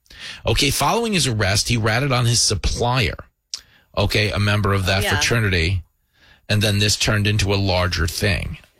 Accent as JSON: {"language": "English", "town": "Levittown", "country": "United States", "tie": "born or raised there", "said": "I mean, and where I grew up in Levittown, we were drinking beer in like sixth grade."}